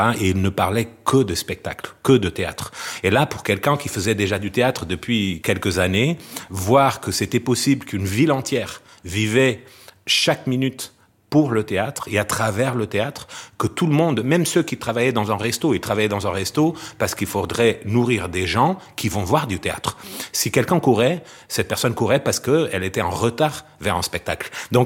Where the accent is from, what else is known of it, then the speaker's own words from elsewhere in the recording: Portugal; French is a second language; moved away as an adult; now in Avignon, France; je reste portugais.